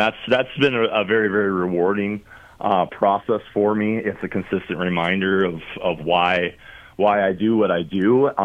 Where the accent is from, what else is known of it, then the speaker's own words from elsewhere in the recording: Pacific Northwest, United States; moved away as an adult; also born or lived in Montana; now in Sioux Falls, United States; My wife is from the area. I'm actually originally a Montana boy. I grew up in the Pacific Northwest